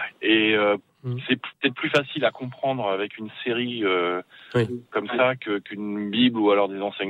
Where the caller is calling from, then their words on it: Île-de-France, France; Je suis dans les Yvelines, je suis près de Saint-Germain-en-Laye.